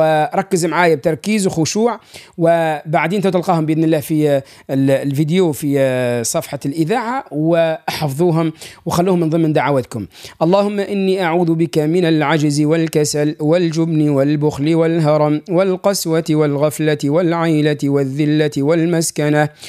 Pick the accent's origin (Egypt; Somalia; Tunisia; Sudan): Tunisia